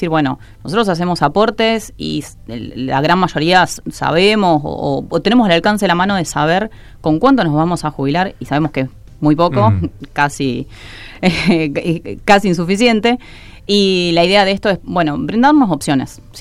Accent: Pergamino, Buenos Aires Province, Argentina; yo soy de Pergamino y, bueno, justo me encuentro acá trabajando también

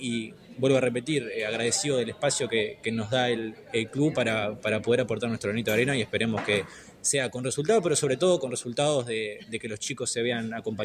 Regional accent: Uruguay; soy uruguayo

